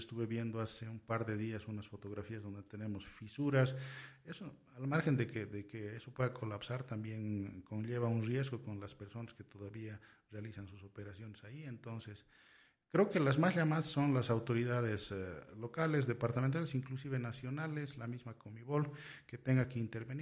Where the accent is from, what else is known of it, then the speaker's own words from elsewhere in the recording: Potosí, Bolivia; como potosinos y como bolivianos